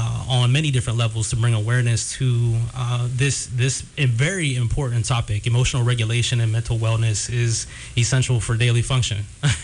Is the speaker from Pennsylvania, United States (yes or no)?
yes; Sharon, Pennsylvania, United States; now in Erie, United States; I'm also a licensed professional counselor. Been in Erie for about 20 years now. I'm originally from Sharon, Pennsylvania.